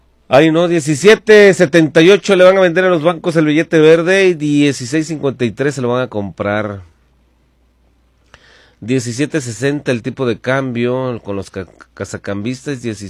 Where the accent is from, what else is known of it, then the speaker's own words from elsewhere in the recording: Mexico; somos mexicanos